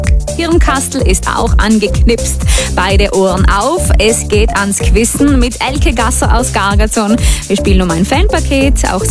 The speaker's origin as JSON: {"language": "German", "region": "South Tyrol", "country": "Italy", "said": "Und das Kartoffelmecker bei uns in Südtirol?"}